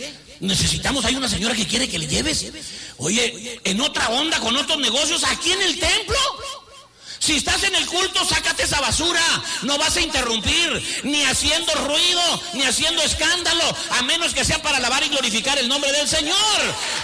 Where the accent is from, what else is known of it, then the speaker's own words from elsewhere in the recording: Mexico; Somos ministros evangélicos mexicanos y eso va a pegar.